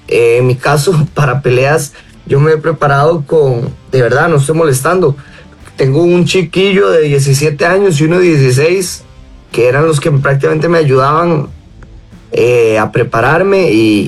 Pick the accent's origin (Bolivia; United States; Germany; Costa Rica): Costa Rica